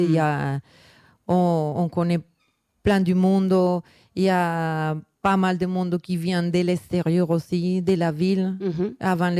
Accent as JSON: {"language": "French", "town": "Bogotá", "region": "Bogotá Capital District", "country": "Colombia", "said": "moi je suis de Bogota"}